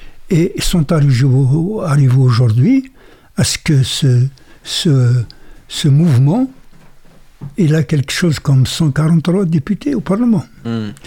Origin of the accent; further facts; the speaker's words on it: Algeria; moi je suis algérien